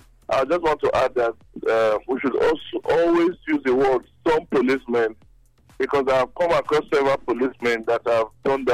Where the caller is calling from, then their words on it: Benin City, Edo, Nigeria; I'm calling from Benin.